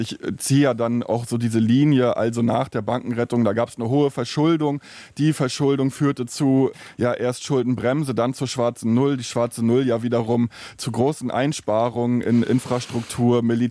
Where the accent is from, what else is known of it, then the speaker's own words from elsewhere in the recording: Stralsund, Mecklenburg-Vorpommern, Germany; alleine die Leute in den Altstadt, in Stralsund, in der Stadt, wo ich aufgewachsen bin, die haben andere Sachen erlebt.